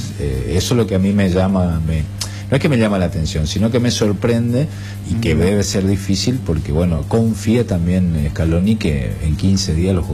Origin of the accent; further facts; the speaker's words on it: Argentina; nosotros también como argentinos